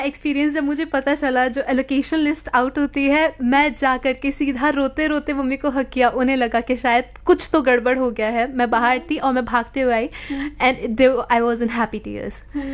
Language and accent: Hindi; Mathura, Uttar Pradesh, India; moved away as an adult; now in Delhi, India; मैं मथुरा से हेल करती हूँ